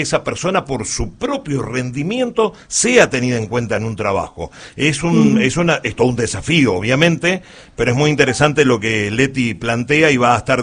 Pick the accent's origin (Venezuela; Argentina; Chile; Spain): Argentina; Pergamino, Buenos Aires Province; es patrona de mi ciudad natal, de Pergamino.